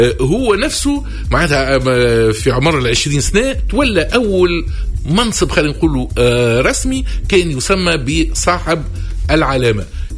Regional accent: Tunisia; born there; لأني ولدت في تونس

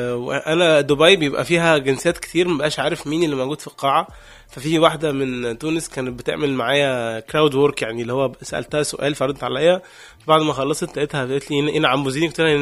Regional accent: Egypt; في الاخر انا مصري

